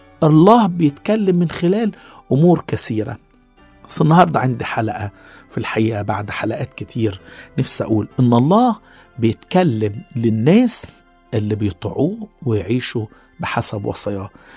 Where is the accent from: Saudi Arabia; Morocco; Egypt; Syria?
Egypt; عندنا في مصر هنا